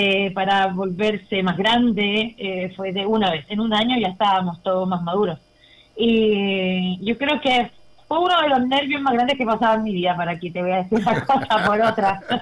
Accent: Chile; yo creo que los chilenos tenemos una fortaleza extra

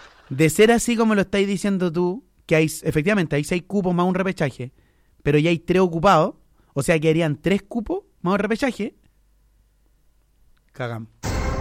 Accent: Chile

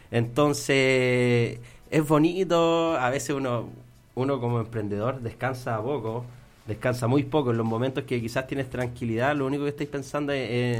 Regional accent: Curicó, Maule, Chile; also born or lived in Talca; nosotros somos talquinos, ¿no? Nosotros nacimos en Talca. Nacimos en Talca, pero yo, pucha, yo me acuerdo en verdad nada de Talca prácticamente. No. Sí, yo me crié en Curicó. Me crié en Curicó. Tengo un hermano curicano también

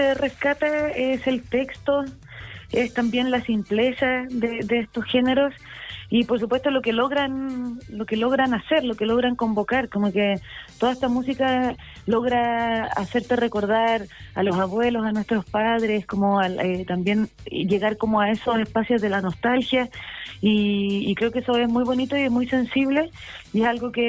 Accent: Punta Arenas, Magallanes and Chilean Antarctica, Chile; yo soy de Punta Arenas, del sur, y siempre escuché harto folclore argentino que llega harto a Punta Arenas

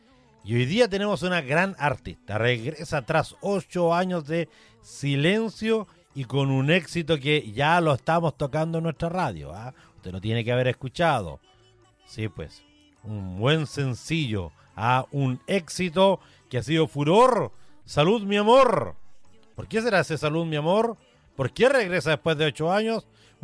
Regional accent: Coyipuy, Chile; Sí, conozco por allá, soy de Coyipuy, así que imagínense.

